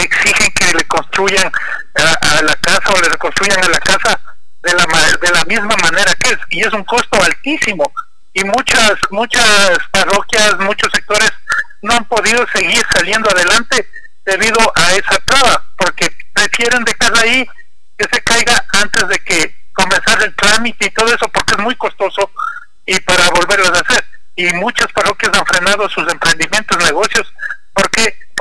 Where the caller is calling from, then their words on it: Cotopaxi, Ecuador; desde José Huango Bajo.